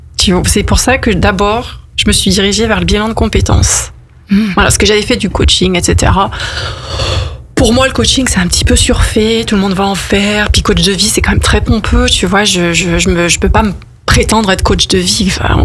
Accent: France; je suis française.

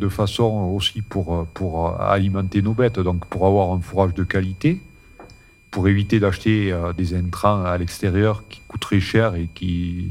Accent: Usclades-et-Rieutord, Auvergne-Rhône-Alpes, France; je suis né ici, je suis né à Usklad. Et donc, du coup, depuis longtemps, depuis des siècles, on est sur ce territoire.

